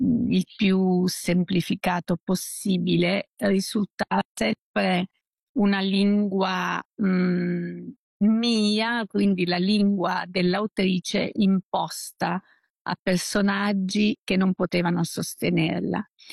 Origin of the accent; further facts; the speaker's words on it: Abruzzo, Italy; Io sono nata in provincia di Teramo, in una contrada la più remota, la più vicina alla montagna, di un paesino a Sita. E ho vissuto in questa piccolissima frazione di poche case addossate le une alle altre fino all'età di 10 anni